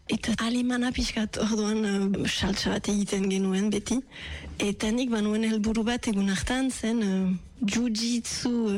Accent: Bayonne, Nouvelle-Aquitaine, France; Baionakoa naiz

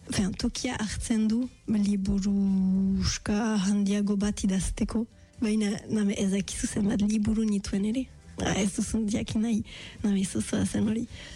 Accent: Bayonne, Nouvelle-Aquitaine, France; Baionakoa naiz eta bon, ostakit importantea den ogoita amabost urte ditut.

